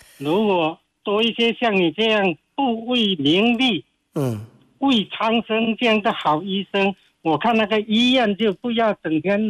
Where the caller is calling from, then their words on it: Zhangzhou, Fujian, China; 我福建漳州的。